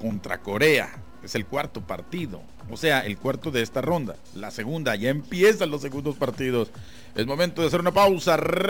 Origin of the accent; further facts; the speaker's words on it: Colombia; Mi pueblo natal, vamos, Colombia, usted debe ganar, amigo, usted colombiano.